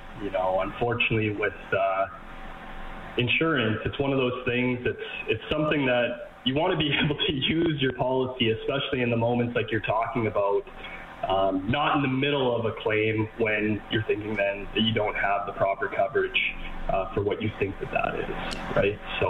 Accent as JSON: {"language": "English", "town": "Red Deer", "region": "Alberta", "country": "Canada", "tie": "born or raised there", "said": "I was born and raised in Red Deer, right in between, you know, Calgary and Edmonton."}